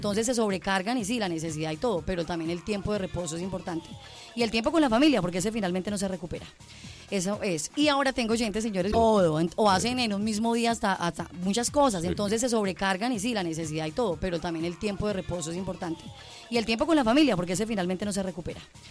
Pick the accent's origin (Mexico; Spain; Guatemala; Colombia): Colombia; el cansancio de laburar, el rebusque de uno como colombiano y todo ese desgaste